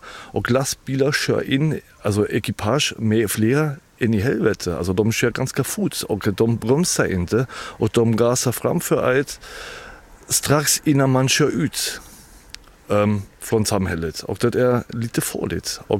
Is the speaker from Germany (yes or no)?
yes; Berlin, Germany; Swedish is a second language; now in Hjorted, Sweden; jag kommer från Tyskland, från Berlin